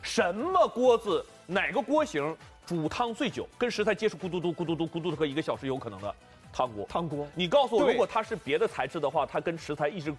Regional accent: Shanghai, China; 我们上海人吃东西这种浓油赤酱的

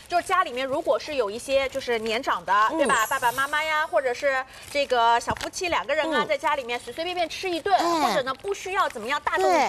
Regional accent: Shanghai, China; 所以我们上海人是更喜欢这个味道。

